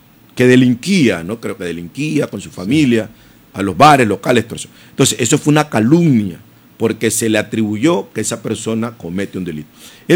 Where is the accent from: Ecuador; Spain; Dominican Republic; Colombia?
Ecuador